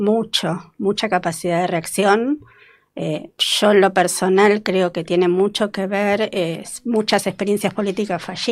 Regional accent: Buenos Aires, Argentina; yo soy de Belgrano

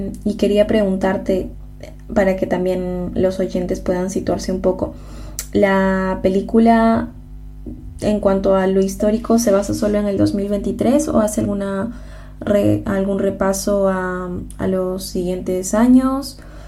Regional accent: Peru; moved away; soy peruana

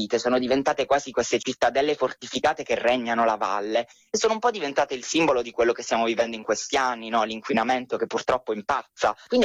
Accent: Apulia, Italy; Io sono pugliese

